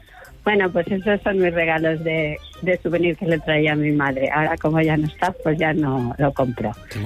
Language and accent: Spanish; Benicàssim, Valencian Community, Spain